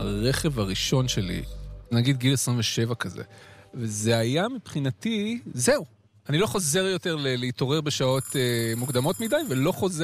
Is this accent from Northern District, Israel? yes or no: no; Petah Tikva, Central District, Israel; now in Jerusalem, Israel; אני גדלתי בפתח תקווה